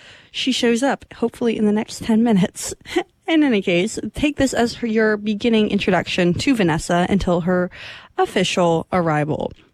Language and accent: English; Toronto, Ontario, Canada; now in Halifax, Canada; I'm originally from Toronto